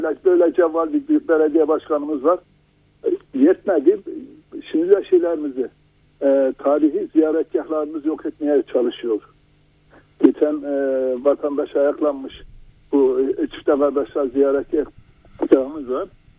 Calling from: Erzurum, Turkey; Erzurum'dan arıyorum.

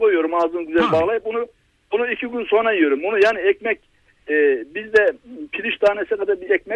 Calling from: Istanbul, Turkey; İstanbul'dan

